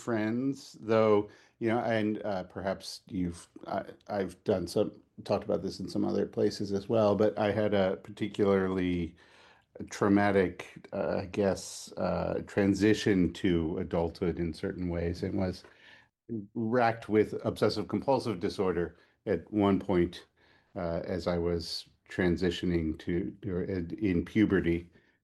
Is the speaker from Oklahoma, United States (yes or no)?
no; New Jersey, United States; I grew up in actually in New Jersey, in South Jersey, near Philadelphia